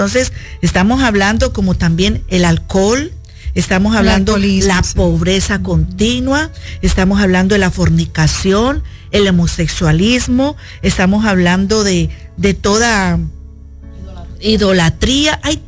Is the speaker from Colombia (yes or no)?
yes; Colombia; yo que soy de Colombia, y hasta Samuel de Nicaragua.